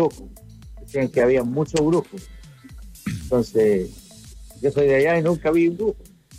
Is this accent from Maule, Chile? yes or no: no; Salamanca, Coquimbo, Chile; Yo soy nacido y criado en Salamanca